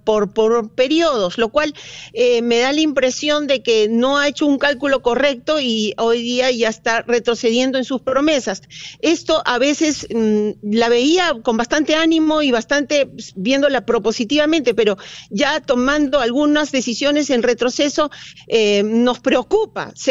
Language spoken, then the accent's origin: Spanish; Peru; realmente no quisiera que pasara esto en mi país.